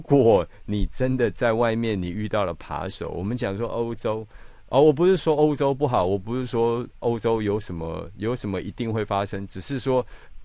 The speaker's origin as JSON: {"language": "Chinese", "country": "Taiwan", "said": "我们台湾人这个护照基本上非常好用"}